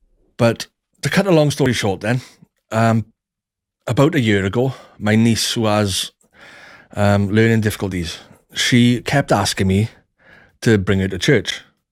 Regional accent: Ebbw Vale, Wales, United Kingdom; I'm from Ebervale, South Wales.

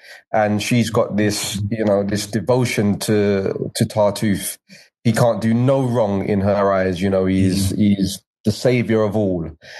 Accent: United Kingdom; and also being British and being Black and British and what all those things meant

